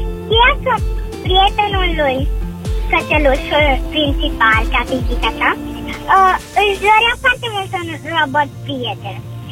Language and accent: Romanian; Bucharest, Romania; și am 8 ani și 7 luni și sunt din București.